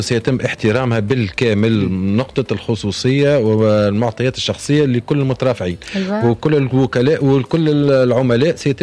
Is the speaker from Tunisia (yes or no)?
yes; Tunisia; احنا عندنا في تونس برشا جامعات